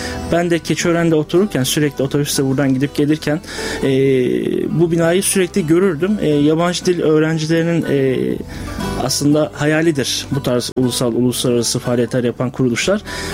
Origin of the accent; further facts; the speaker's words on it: Adapazarı, Sakarya, Turkey; born there; moved away; also born or lived in Ankara; ben Adapazarı, Sakarya doğumluyum.